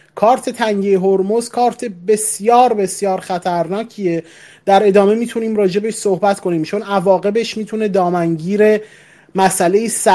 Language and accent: Persian; Iran; من به عنوان یه ایرانی